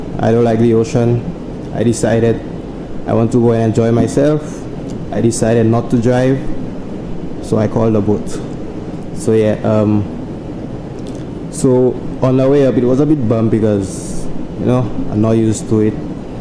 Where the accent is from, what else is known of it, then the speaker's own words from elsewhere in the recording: Soufrière, St. Lucia; I'm from Sufre, and I'm a kitchen steward at Sugar Beach.